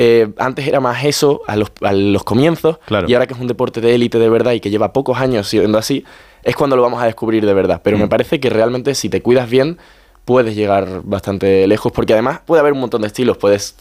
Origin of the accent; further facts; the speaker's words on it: Seville, Andalusia, Spain; now in Madrid, Spain; Yo, por ejemplo, ahora voy a tener un alquiler en Madrid también, porque estoy todo el tiempo aquí, soy de Sevilla.